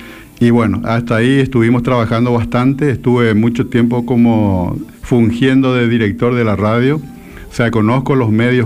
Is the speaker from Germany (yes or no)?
no; Asunción, Paraguay; now in Ciudad del Este, Paraguay; Yo soy de Asunción, pero hace 40 y pico de años que estoy.